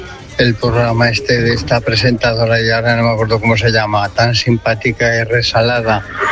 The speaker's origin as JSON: {"language": "Spanish", "region": "Aragon", "country": "Spain", "said": "yo lo único decir que soy de Cimbaya, provincia de Zaragoza"}